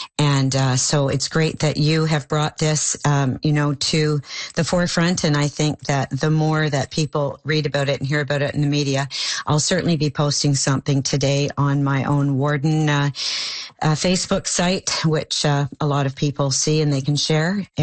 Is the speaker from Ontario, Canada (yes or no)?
yes; Ontario, Canada; Again, as my first language is English, I've done my best to become bilingual. It's been important in the position as warden, but I did grow up in Ontario.